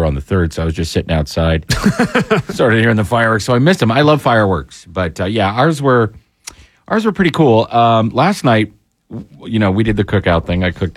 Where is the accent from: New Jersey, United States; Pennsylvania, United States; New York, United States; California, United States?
Pennsylvania, United States; moved away; when I grew up in Pennsylvania